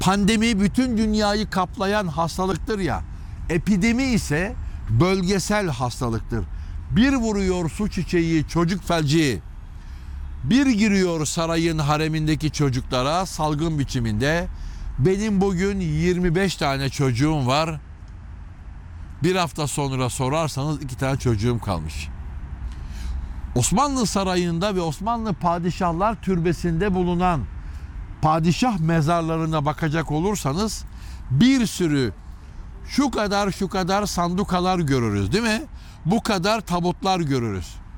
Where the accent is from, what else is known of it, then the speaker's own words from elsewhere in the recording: Istanbul, Turkey; Ben 74 Fatih doğumluyum ve tamamen toprak içinde. Şurada büyüdük.